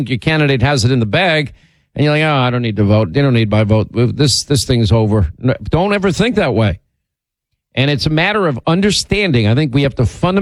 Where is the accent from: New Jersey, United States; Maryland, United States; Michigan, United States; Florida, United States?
Florida, United States; And in my home state of Florida is real.